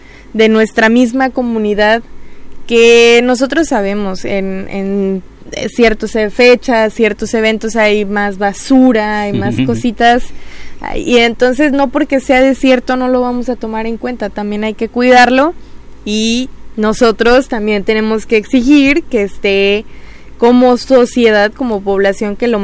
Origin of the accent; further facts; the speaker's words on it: Mexico; nosotros mismos como mexicanos que vivimos aquí